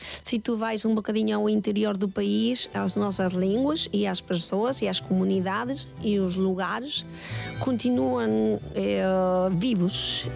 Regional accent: Mexico; Portuguese is a second language; now in Portugal; Claro que sou mexicana e como muita comida mexicana, mas também no meu dia a dia é português, ou seja, eu faço os pratos portugueses.

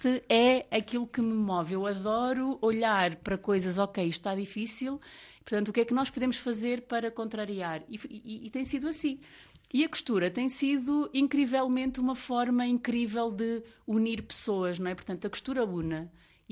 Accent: Dominguiso, Castelo Branco, Portugal; só participava na da minha terra, que é os Farrapeiros, não é? No Dominguizo.

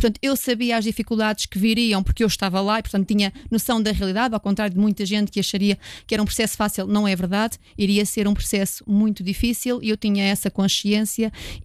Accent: Terrugem, Portugal; Eu sou da Terrugem desde sempre, tenho muito orgulho e muita vontade de ver a minha freguesia prosperar

